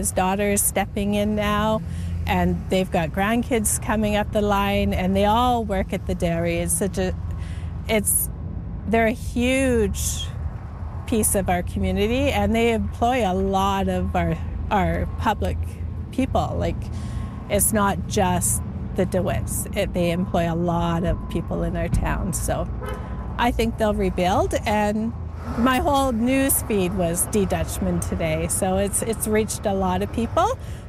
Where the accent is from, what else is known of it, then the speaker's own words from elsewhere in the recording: Revelstoke, British Columbia, Canada; now in Sicamous, Canada; Growing up in Revelstoke, every time we drove through Sikkimoose, we would stop for ice cream.